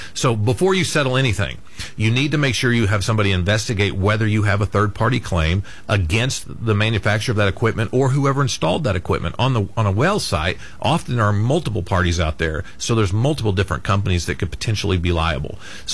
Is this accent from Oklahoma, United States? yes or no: yes; Burns Flat, Oklahoma, United States; Elk City, my part of the country. I'm from Burns Flat.